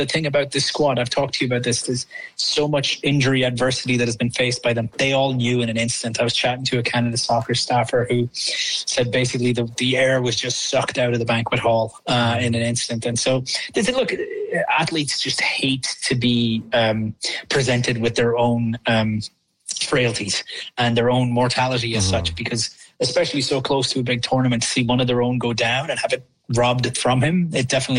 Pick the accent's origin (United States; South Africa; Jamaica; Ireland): Ireland; because I grew up in Ireland, as you know, Chris. Like, it rains indoors in Ireland.